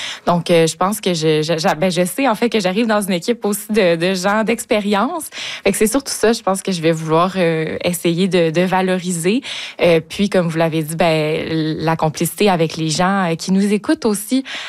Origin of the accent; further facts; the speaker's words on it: Quebec, Canada; moved away; Moi, je viens de l'Estrie. Donc, je suis revenue par chez nous.